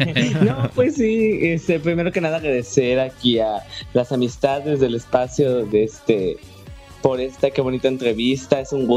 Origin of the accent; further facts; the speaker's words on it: Mexico; Soy una mexicana que trabaja día y noche